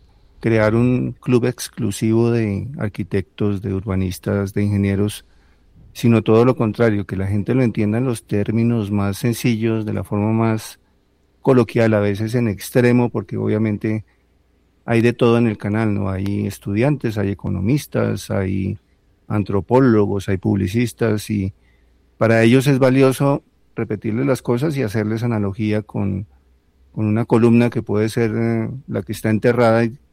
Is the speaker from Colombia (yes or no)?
yes; Bogotá, Bogotá D.C., Colombia